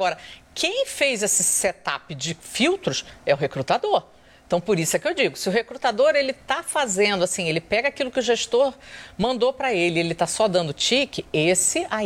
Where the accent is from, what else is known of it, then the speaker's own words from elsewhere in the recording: Rio de Janeiro, Brazil; Eu sou do Rio